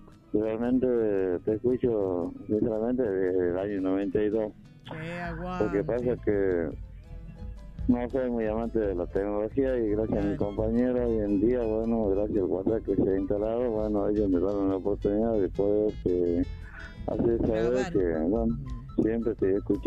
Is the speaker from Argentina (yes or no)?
yes; Pichanal, Salta, Argentina; soy de acá de Pichaná, Sereno de Muso.